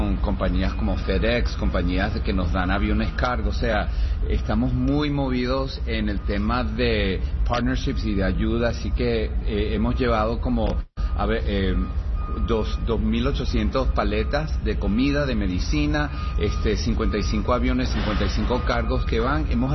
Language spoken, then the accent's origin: Spanish; Venezuela; now in Miami, United States; Yo, siendo venezolano como tú, nos sentimos como, conchale, ¿qué hacemos, no?